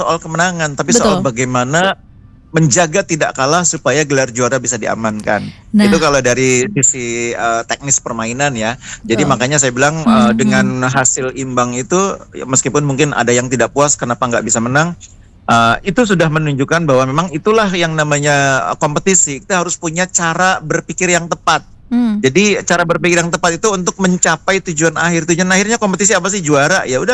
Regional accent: Bandung, West Java, Indonesia; sebagai warga anak muda di Bandung ya, sebagai warga Jawa Barat secara keseluruhan

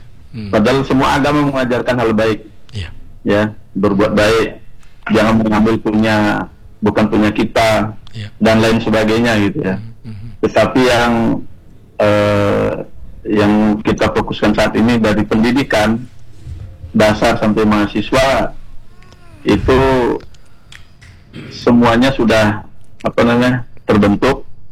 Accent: Bali, Indonesia; kami sebagai warga Bali

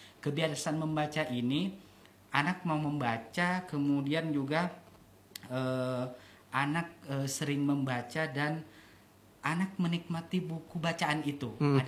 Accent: Sumenep, East Java, Indonesia; born there; moved away; also born or lived in Yogyakarta; saya lahir di Sumenep

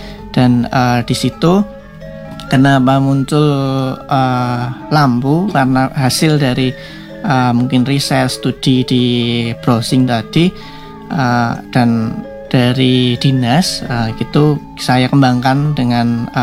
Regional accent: Indonesia; di desa saya, di Desa Mugel

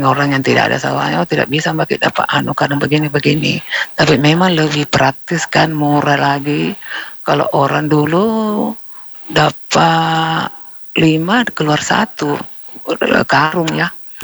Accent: Makassar, South Sulawesi, Indonesia; saya anak Makassar atau lahir di Makassar, tapi saya lebih suka di daerah begitu

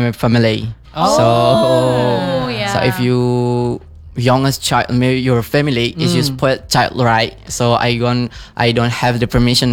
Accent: Riau, Indonesia; English is a second language; I'm from Rokan Hulu.

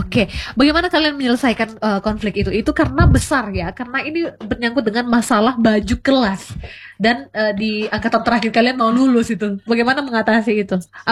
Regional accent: Sumba, East Nusa Tenggara, Indonesia; Biasa kita anak Sumba begitu ya

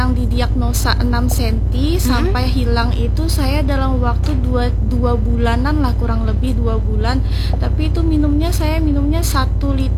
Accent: South Kalimantan, Indonesia; Iya, saya aslinya Kalimantan Selatan.

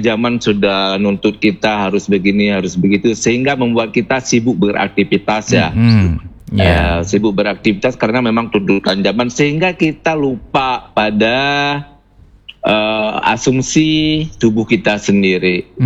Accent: Lampahan, Aceh, Indonesia; Toh saya kan pulang kampung ya kan. Betul. Kan saya dari Lampahan.

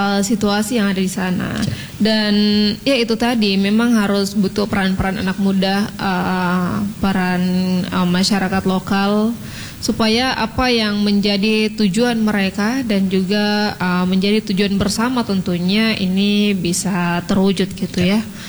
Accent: Mamuju, West Sulawesi, Indonesia; kita sebagai warga Mamuju.

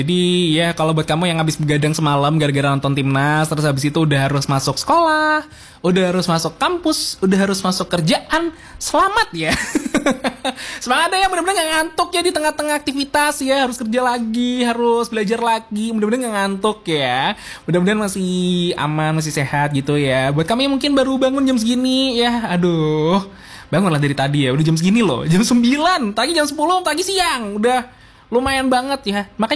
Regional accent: Indonesia

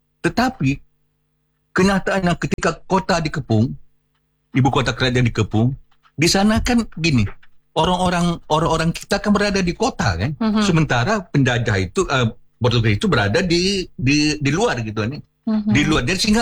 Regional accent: Riau, Indonesia; Contoh misalnya, kalau kita orang Riau ini pasti pernah dengar nama Koyan.

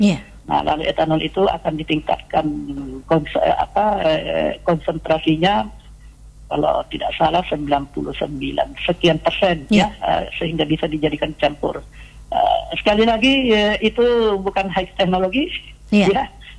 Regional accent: Bone, South Sulawesi, Indonesia; Saya karena orang Bone, saya boleh menunjuk daerah saya di bawah.

